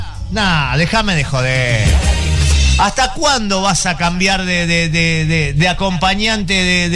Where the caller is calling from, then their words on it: General Alvear, Mendoza, Argentina; Hola, buen día … de General Alvear Mendoza.